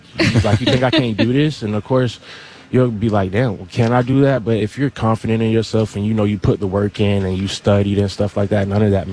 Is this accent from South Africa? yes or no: no; Florida, United States; moved away; Yeah, I'm from Florida